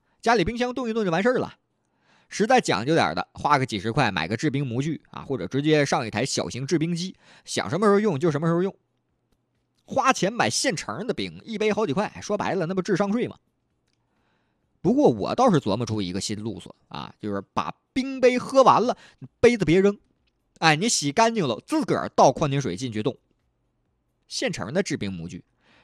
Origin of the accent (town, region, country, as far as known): Northeast China, China; accent: Northeastern